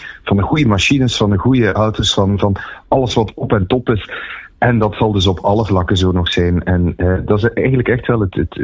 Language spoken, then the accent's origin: Dutch; Flanders, Belgium